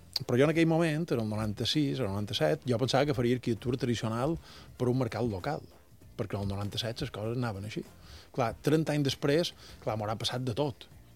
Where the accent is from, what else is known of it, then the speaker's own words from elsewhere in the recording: Colònia de Sant Jordi, Balearic Islands, Spain; Sí, jo som de la Colònia, som de la Colònia, era de la Colònia, ara ja no sé exactament, no és el que era, però sí, la Colònia encara.